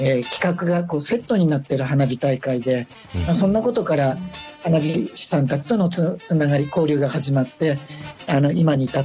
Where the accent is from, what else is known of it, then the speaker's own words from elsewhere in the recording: Muroran, Hokkaido, Japan; now in Tokyo, Japan; 長く東京におりますので、やはり自分の感覚のベースは室蘭で育ったものだと年々強く感じている今日この頃です。